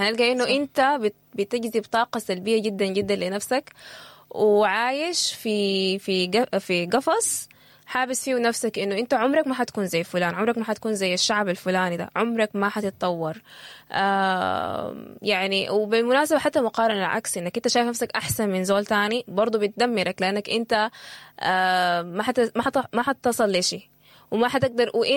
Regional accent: Sudan

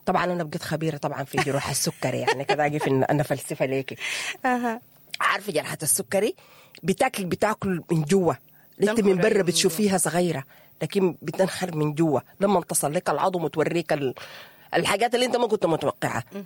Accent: Sudan; نحن كسودانيين

